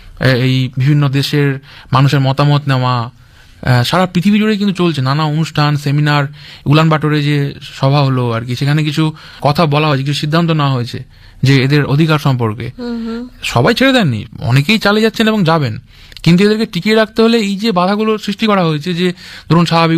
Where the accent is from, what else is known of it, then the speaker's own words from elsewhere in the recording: West Bengal, India; যার বাড়ি ধরুন পুরুলিয়ায়, আমার বাড়ি সুন্দরবন, তো আমাদেরকে তো জানতে হবে